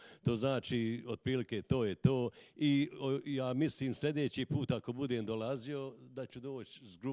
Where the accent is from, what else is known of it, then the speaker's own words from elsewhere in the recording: Bosnia & Herzegovina; Ja sam jedini Bosanac koji imam brata Slovenca.